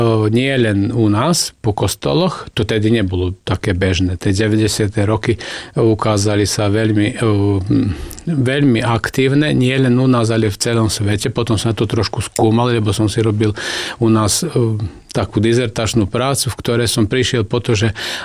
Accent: Vojvodina, Serbia; Mnohé tam u nás na Dolnej zemi, pochopíte, že zbory sú založené po 90. roku.

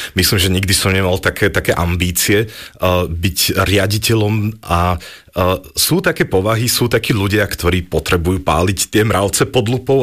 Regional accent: Košice, Košice Region, Slovakia; now in Bratislava, Slovakia; pochádzam z východného Slovenska, konkrétne z Košíc a okolia.

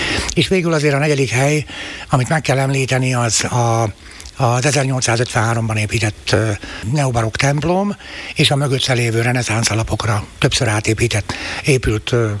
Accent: Šaľa, Nitra Region, Slovakia; Szülővárosom és gyermekkorom Szinkere Vágselje, az a mátyusföldi egykori mezőváros, amelyből aztán később a szocializmus idején egy komoly ipari központ lett.

